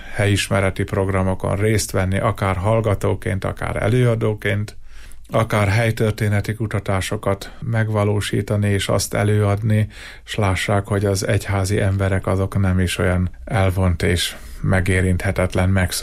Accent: Jászság, Hungary; Hát nyilván én egy elkötelezett jász ember vagyok, és erős rokálpatrióta.

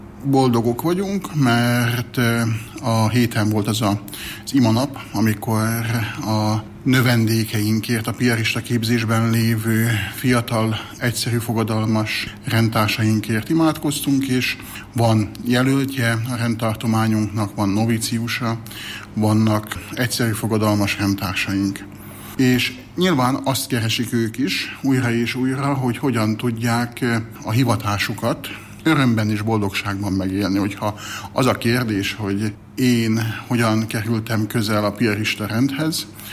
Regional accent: Szeged, Csongrád-Csanád, Hungary; attól, hogy szegedi vagyok

